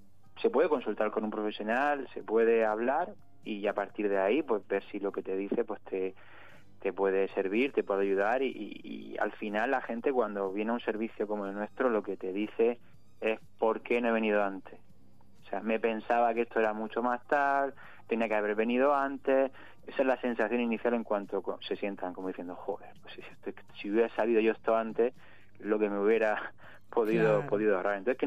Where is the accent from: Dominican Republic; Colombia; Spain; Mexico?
Spain; Region of Murcia; llevamos aquí más de 20 años en la región, somos todos murcianos